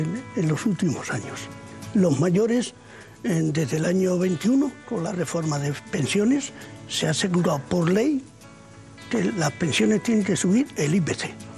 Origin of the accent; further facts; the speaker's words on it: Extremadura, Spain; En Extremadura, por desgracia, vivimos muchos años.